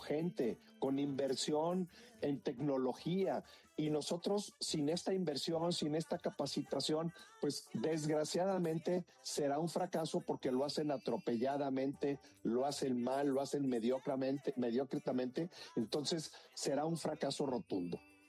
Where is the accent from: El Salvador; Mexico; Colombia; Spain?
Mexico